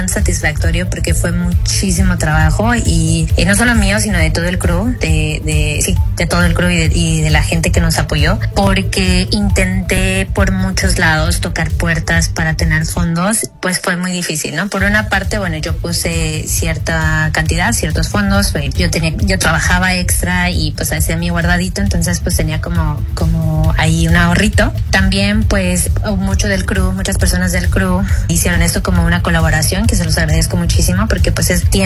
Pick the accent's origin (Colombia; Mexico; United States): Mexico; Hidalgo; moved away; fui a Pasoyucan, Hidalgo, a grabar mi primer cortometraje. Es una ficción, se llama Cuanacaquilen. Justo ahí fue cuando empecé como que a considerar mi pueblo como una locación